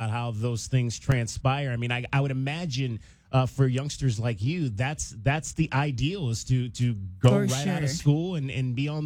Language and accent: English; Cleveland, Ohio, United States; Shout out to you for posting pictures from Cleveland, my hometown